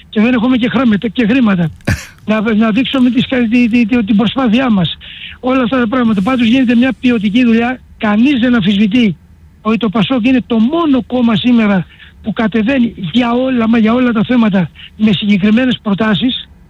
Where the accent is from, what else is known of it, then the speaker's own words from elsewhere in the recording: Chios, North Aegean, Greece; Ξέρετε πώς ο τόπος μου, πανέρχομαι, γιατί εντάξει, είμαι και βουλευτής του τόπου, της Χίου.